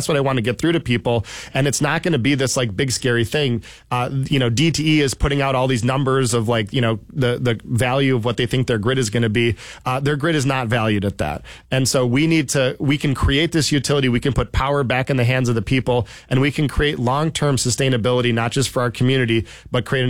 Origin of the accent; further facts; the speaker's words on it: Ann Arbor, Michigan, United States; I'm a proud Ann Arborite who went through Ann Arbor Public Schools